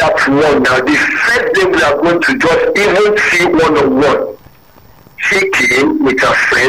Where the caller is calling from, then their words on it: Ibeka, Nigeria; I'm calling from Ibeka.